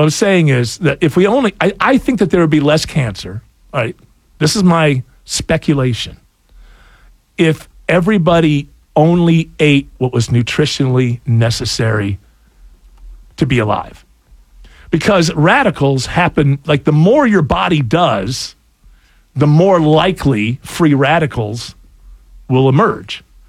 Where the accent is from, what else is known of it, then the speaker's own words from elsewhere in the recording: United States; Well, I'm an American